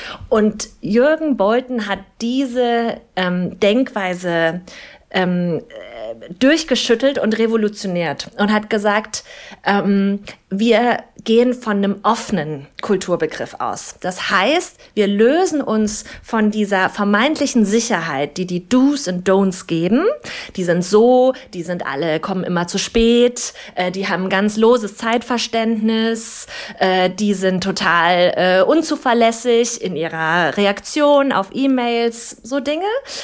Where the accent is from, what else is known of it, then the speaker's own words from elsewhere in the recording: West Germany, Germany; moved away as an adult; now in East Germany; Also ich bin Westdeutsche, die in Ostdeutschland integriert wird.